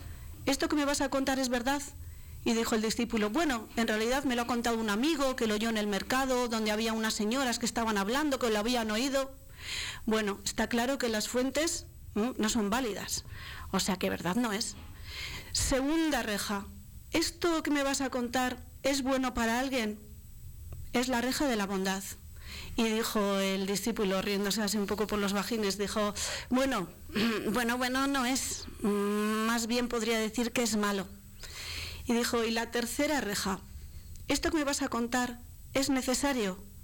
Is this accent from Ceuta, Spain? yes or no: no; Bilbao, Basque Country, Spain; now in Larrabetzu, Spain; Pues mira, soy de Bilbao, pero llevo ya 14 años viviendo en un pueblo que se llama Larrabetxu.